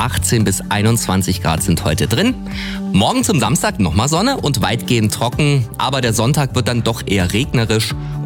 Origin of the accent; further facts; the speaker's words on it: Unterschönau, Thuringia, Germany; Mir fällt immer sofort das Kindergartenessen ein. Wir hatten eine ganz tolle Köchin bei uns in Unterschönau, die Frau Hess.